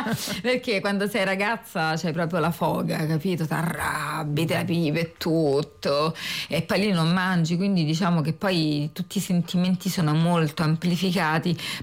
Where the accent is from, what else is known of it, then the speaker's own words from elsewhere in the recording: Rome, Lazio, Italy; Ma quale periferia? Noi siamo del Roma Nord.